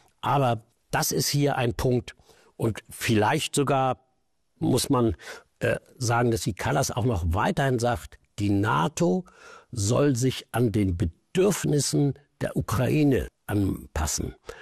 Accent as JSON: {"language": "German", "country": "Germany"}